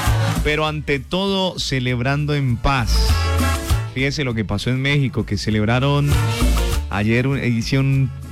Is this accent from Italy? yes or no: no; Colombia; como los colombianos sabemos